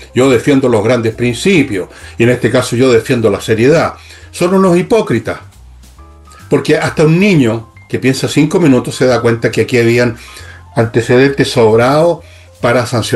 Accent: Chile; aquí somos serios, los chilenos somos serios, los políticos somos serios

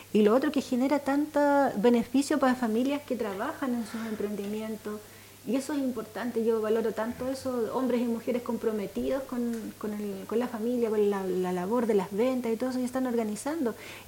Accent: Chile; si nosotros como chilenos somos muy ingeniosos.

